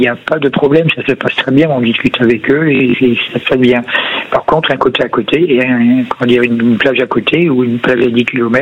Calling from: France; simplement parce que je suis Français

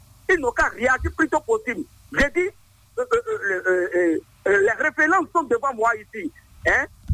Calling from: Benin; Je vous appelle depuis Viguet.

